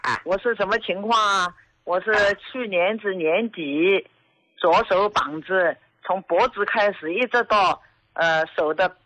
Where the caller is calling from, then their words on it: Jiangsu, China; 我是江苏的。